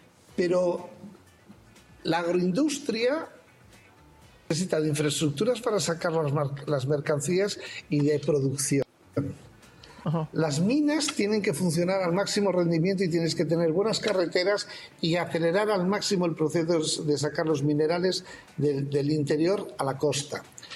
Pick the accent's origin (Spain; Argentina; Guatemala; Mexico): Spain; now in Peru; que soy español